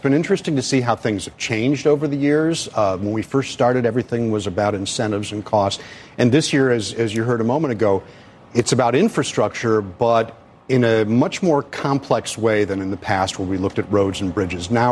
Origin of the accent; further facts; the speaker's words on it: Illinois, United States; moved away; I am originally from Illinois, yes.